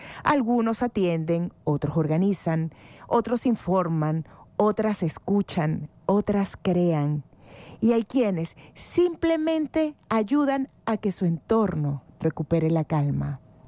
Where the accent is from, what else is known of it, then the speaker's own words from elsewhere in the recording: Venezuela; en Venezuela tenemos una relación muy particular con ella.